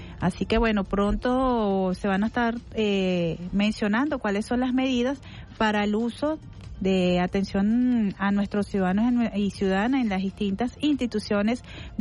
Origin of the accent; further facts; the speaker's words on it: Venezuela; rogando a Dios, como somos nosotros los venezolanos, siempre poniendo todo en manos de Dios y teniendo mucha fe